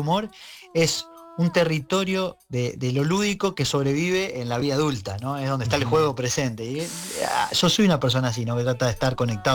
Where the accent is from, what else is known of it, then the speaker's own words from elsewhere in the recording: interior, Argentina; acá yo soy del interior y cuando vengo a Buenos Aires tengo mi propio acento de mis pagos, de mis tierras.